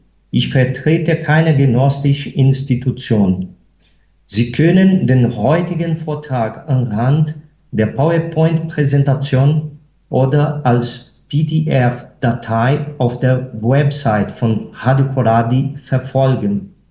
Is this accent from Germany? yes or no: no; Brazil; ich bin Brasilianer.